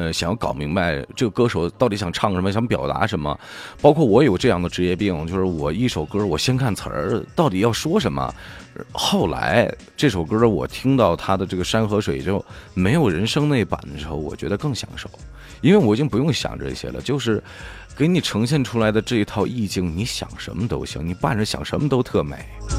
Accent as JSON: {"language": "Chinese", "country": "China"}